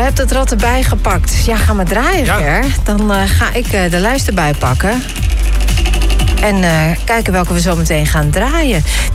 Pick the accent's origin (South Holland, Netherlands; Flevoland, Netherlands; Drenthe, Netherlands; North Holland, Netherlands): Drenthe, Netherlands; Ik ben een Drent van de.